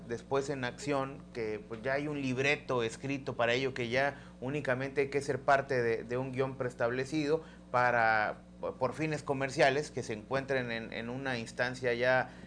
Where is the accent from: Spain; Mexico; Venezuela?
Mexico; somos mexicanos y es aquí donde nos tocó la fortuna de nacer y de vivir